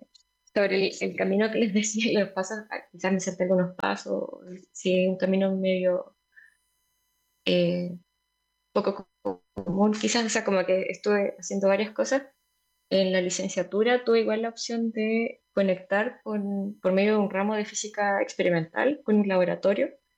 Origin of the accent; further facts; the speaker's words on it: Osorno, Los Lagos, Chile; now in Santiago, Chile; Soy sureña, soy de Osorno. Estudié allá en el colegio, mi familia está allá también.